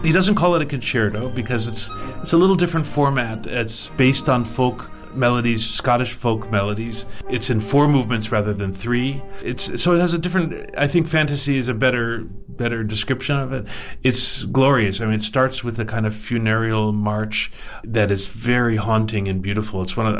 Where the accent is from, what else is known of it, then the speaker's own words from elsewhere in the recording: Indiana, United States; and I'm from the Midwest myself, from Indiana, not too far away, and it's just good to be here.